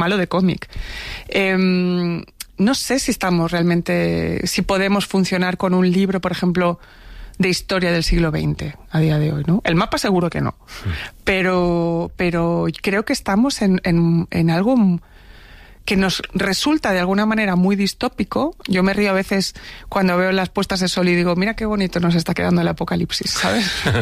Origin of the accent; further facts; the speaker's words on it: Barcelona, Catalonia, Spain; also born or lived in Buenos Aires, Argentina; now in Madrid, Spain; Yo no soy una migrante de segunda generación porque yo, por más que nací en Buenos Aires, he crecido en Barcelona prácticamente toda mi vida hasta que me vine aquí a Madrid.